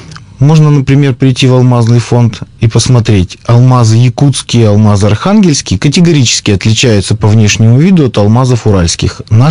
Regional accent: Perm, Perm Krai, Russia; я родился и вырос в Перми. Я, можно сказать, патриот Пермского края.

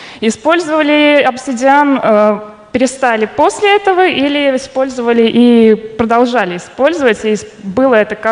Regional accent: Moscow, Russia; Красный человек … я из Москвы

